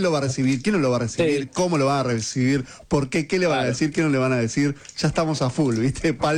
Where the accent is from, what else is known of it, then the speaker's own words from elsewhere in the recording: Argentina; ¿Viste cómo somos los argentinos?